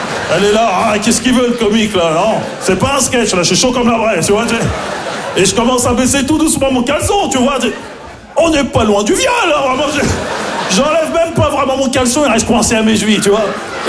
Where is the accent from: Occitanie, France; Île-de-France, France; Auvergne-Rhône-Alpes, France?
Île-de-France, France; Maisons-Alfort; parce que j'ai grandi à Maison Alfort, en plus, tu vois, dans le 9-4, tu vois.